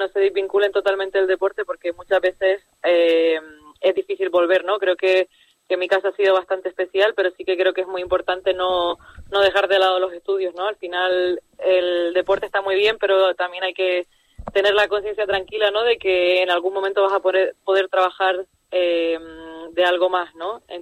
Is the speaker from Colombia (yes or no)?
no; Canary Islands, Spain; moved away as an adult; also born or lived in Hong Kong; nací y crecí en Gran Canaria